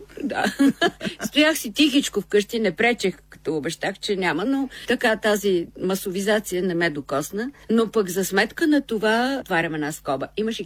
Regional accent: Sofia, Sofia City, Bulgaria; born there; Най-прекрасният град София. Защото аз съм родена на Шейново улицата.

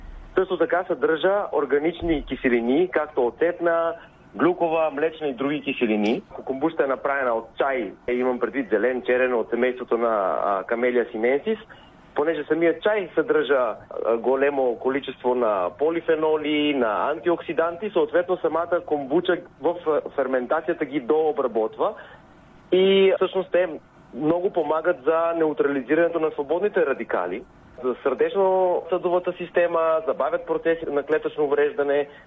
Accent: North Macedonia; moved away as an adult; now in Sofia, Bulgaria; Здравейте … Преди 20 години съм дошъл от Македония да следвам в София и си останах. Хареса ми в България, тук създадох семейство

